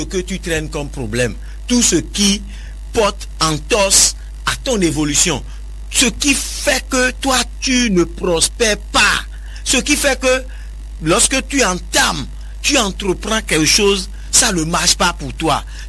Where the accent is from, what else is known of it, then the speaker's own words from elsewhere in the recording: Benin; Moi, je suis béninois.